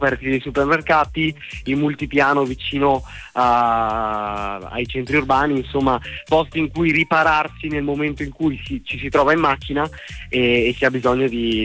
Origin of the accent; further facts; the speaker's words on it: Veneto, Italy; Io sono del Padovano